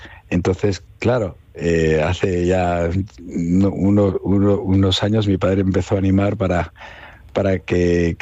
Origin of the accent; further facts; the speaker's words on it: Spain; moved away; aquí en España, muy muy contento, ¿no? Porque hacía años que no pasaba tanto tiempo aquí en mi tierra